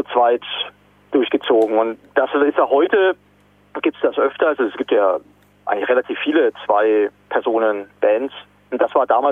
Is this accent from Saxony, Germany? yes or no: no; Coburg, Bavaria, Germany; also born or lived in Stuttgart; now in Trier area, Germany; ich komme aus Franken